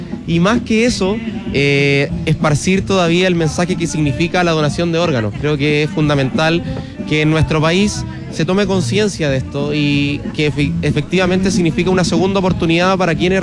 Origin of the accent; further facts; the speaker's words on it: Macul, Santiago Metropolitan, Chile; Sí, nosotros somos de Macul y andamos acá disfrutando, que nos queda cerquita